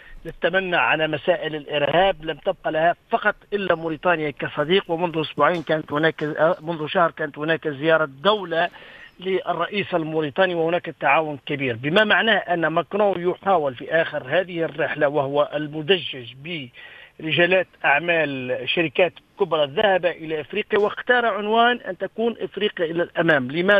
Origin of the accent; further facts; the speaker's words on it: Tunisia; نحن كدولة تونسية